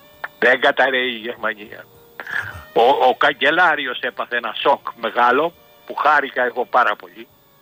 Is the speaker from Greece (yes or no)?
yes; Greece; born there; Έχω γεννηθεί στην Ελλάδα.